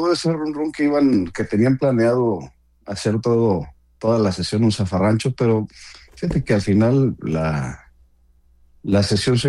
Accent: Mexico

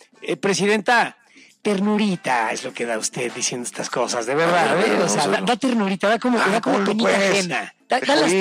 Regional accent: Mexico; No todos, yo soy mexicano y yo quiero que le vaya bien al equipo estadounidense.

